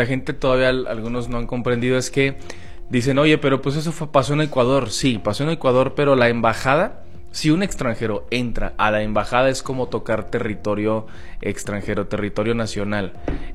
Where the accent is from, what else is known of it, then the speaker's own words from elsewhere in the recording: Spain; somos españoles.